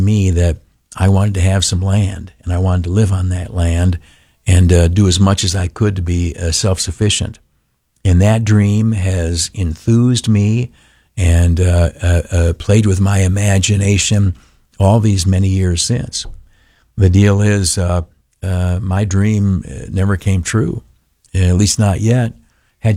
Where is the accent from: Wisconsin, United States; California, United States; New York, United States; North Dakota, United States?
New York, United States; I grew up in the Southern Tier, a very rural portion of upstate New York